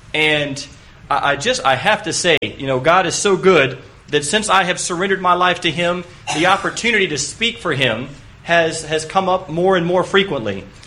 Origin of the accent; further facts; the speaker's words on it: Raleigh, North Carolina, United States; born there; moved away; I grew up here in Raleigh